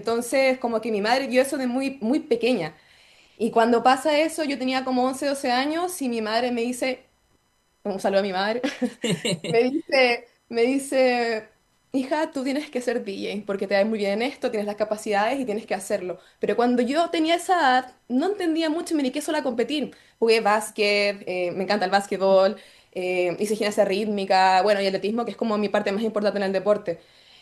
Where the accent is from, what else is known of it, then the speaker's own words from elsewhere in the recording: Castro, Los Lagos, Chile; moved away as an adult; yo soy de Castro, de toda la vida, solo que por estudios claramente tuve que estudiar fuera y me encuentro fuera, pero siempre estoy viajando.